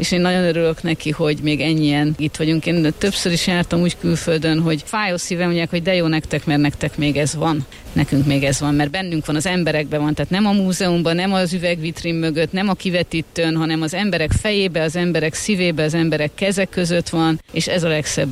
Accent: Somogy, Hungary; én somogyi vagyok

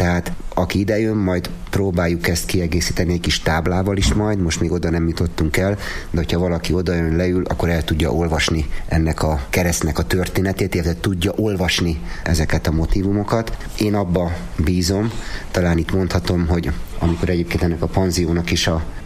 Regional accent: Budapest, Hungary; jó magam, a feleségemmel, a családom, hogy a budapestiek vagyunk. 10 éve kezdtünk itt vállalkozásba, Badacsonyba, panzió és borászat. Mondanám azt, hogy ilyen második otthonunk lett Badacsony.

